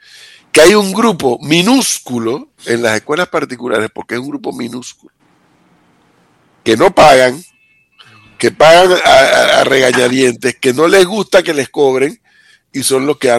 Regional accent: Panama; como un panameño más de miembro de esta sociedad

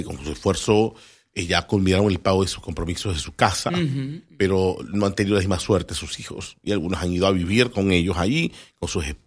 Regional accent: Tocumen, Panamá, Panama; yo que vengo de Tocumen, en donde los lotes son lotes muy grandes porque es un área rural.

